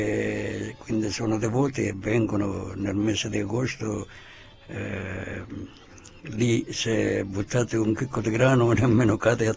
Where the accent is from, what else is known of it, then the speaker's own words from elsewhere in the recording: Acquaro, Calabria, Italy; perché al mio paese, cioè ad Acquaro di Cosoleto, una frazione di Cosoleto, si celebra una grande, grande festa veramente di San Rocco.